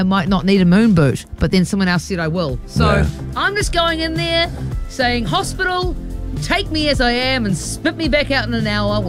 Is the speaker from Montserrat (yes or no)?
no; Dargaville, Northland, New Zealand; There'll be Kumaras. I'm from Dargaville.